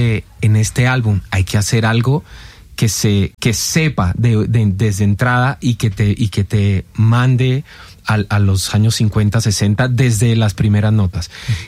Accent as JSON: {"language": "Spanish", "region": "Camagüey", "country": "Cuba", "said": "Yo soy de Camagüey, es un pueblo que queda en la parte centro oriente de Cuba. Viene siendo como el Villavicencio de Cuba."}